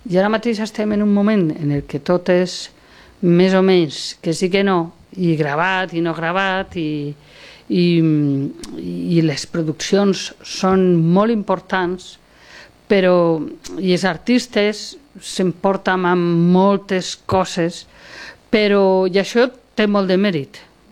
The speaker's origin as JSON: {"language": "Catalan", "town": "Orihuela", "region": "Valencian Community", "country": "Spain", "said": "que som d'Orihuela, d'Alacant"}